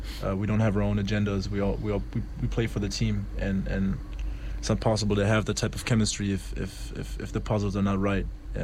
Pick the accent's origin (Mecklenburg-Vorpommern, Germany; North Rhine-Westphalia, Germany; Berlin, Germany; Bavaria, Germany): Berlin, Germany; moved away as an adult; now in New York, United States; I'm from Berlin, you know, it's a city, pretty metropolitan